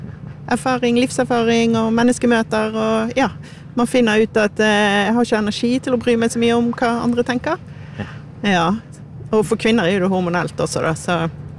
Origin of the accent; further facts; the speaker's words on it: Bergen, Vestland, Norway; now in Oslo, Norway; fra Fyllingsdal, som bor på Etterstad i Oslo